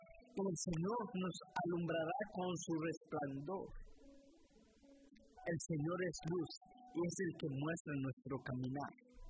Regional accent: Guatemala; moved away; estoy hablando del 2016 y 15, cuando estaba en mi país, Guatemala.

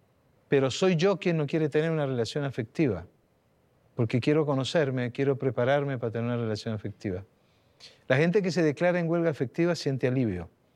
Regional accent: Italy; A mí me encanta cocinarme a mí solo, como buen italiano.

